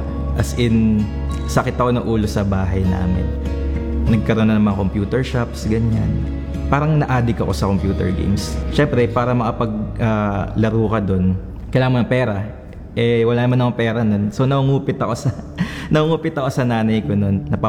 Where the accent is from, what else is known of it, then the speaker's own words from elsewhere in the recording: Manila, Metro Manila, Philippines; Pinanganak ako sa Sampaloc area, Manila.